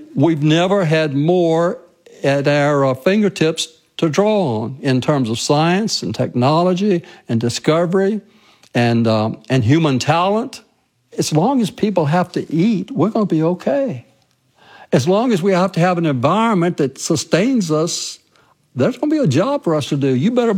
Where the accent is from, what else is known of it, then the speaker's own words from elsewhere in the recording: Virginia, United States; I'm not an Ohio native. I grew up in Southern Virginia, and my ag teacher saw something in me I didn't see in myself, and that started the journey.